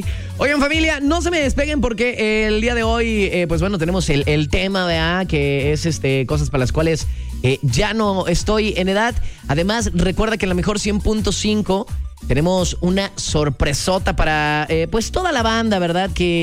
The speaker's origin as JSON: {"language": "Spanish", "region": "Veracruz", "country": "Mexico", "said": "porque somos jarocho."}